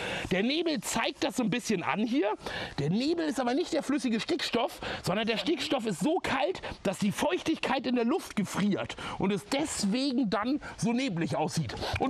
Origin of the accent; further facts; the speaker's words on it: Haffkrug, Schleswig-Holstein, Germany; also born or lived in Hamburg, Germany; Ich bin in Hamburg geboren, bin aber in Haffkrug an der Ostsee, so ein ganz kleines Dorf an der Ostsee, aufgewachsen. Und dann habe ich eigentlich überall mal gelebt.